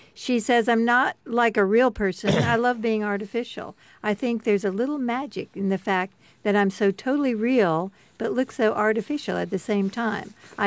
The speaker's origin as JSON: {"language": "English", "region": "the South", "country": "United States", "tie": "born or raised there", "said": "growing up in the South"}